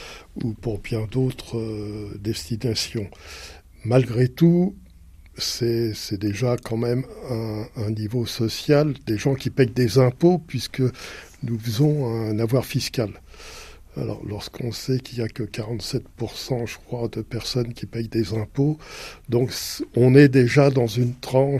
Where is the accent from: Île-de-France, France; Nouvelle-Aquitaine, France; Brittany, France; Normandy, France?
Île-de-France, France; Paris; je suis parisien d'origine, c'est facile de dire on peut se passer de voiture.